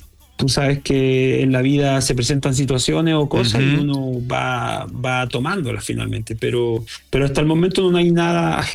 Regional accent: Chile; primero que todo, para nosotros como chilenos, nos sentimos bien orgullosos

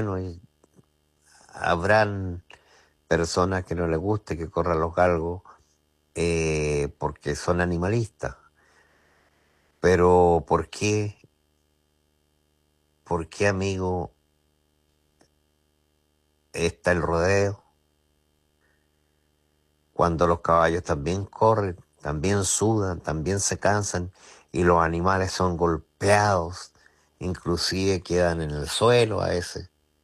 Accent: Chile

